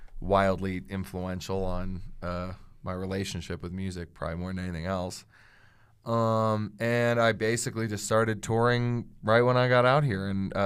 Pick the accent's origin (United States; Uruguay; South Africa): United States; East Coast; moved away as an adult; I grew up on the East Coast